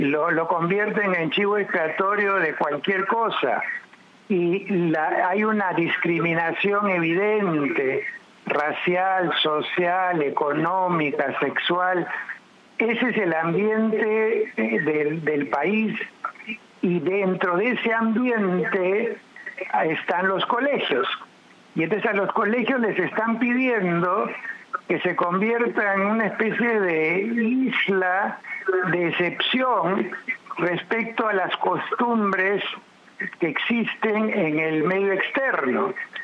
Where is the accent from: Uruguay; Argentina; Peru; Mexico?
Peru; nuestra manera de ser como peruanos